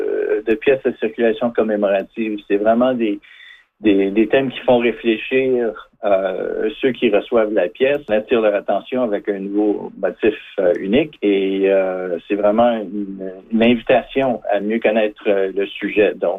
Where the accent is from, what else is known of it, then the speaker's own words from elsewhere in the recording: Canada; en tant que Canadien.